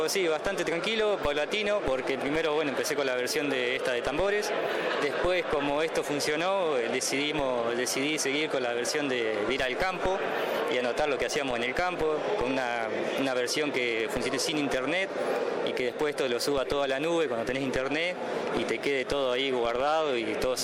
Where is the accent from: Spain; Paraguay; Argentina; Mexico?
Argentina; Rauch, Buenos Aires Province; De la zona de Rauch, de la Cuenca del Salado